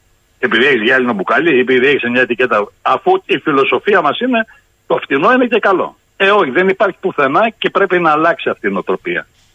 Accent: Thessaly, Greece

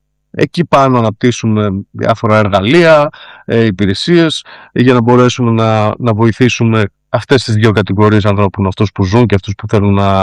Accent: Epirus, Greece; από την ανάγκη του να ζήσω στην Ήπεθρο, ας πούμε, στο χωριό μου.

